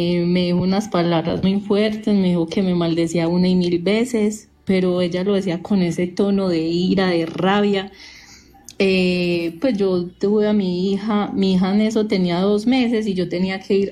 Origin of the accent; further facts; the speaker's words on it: Medellín, Antioquia, Colombia; Yo soy de Medellín y mi mamá iba pues de viaje en moto con mi padrastro para un pueblo que se llama San Roque, Antioquia.